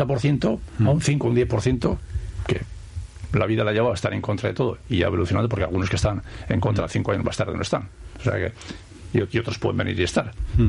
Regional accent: Sopuerta, Basque Country, Spain; y soy de Sopuerta, no soy del centro de Bilbao.

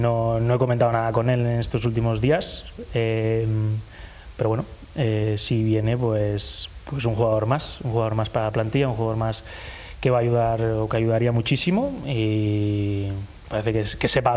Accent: Valencia, Valencian Community, Spain; moved away; Al final yo soy valenciano

